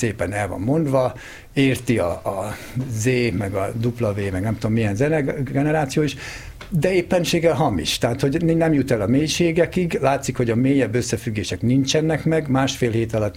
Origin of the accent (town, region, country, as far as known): Jász-Nagykun-Szolnok, Hungary; born or raised there